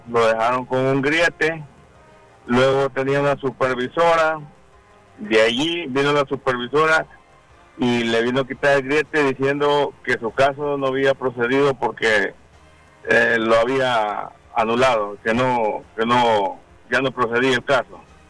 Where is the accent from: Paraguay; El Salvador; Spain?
El Salvador; Sí, mire, fíjese que yo tengo una pregunta porque yo soy residente, soy de Salvador